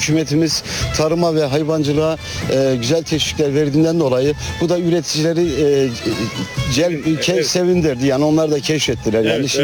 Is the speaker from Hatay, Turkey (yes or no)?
no; Malatya, Turkey; Yerlisiyiz efendim buranın.